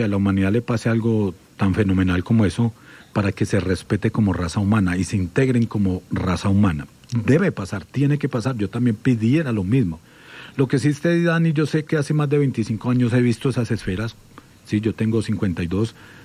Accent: Pereira, Risaralda, Colombia; Yo soy de Pereira

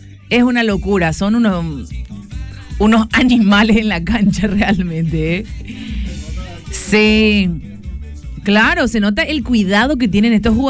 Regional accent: Argentina; born there; moved away; Nací en Argentina, sí. Viviendo aquí hace 6 años

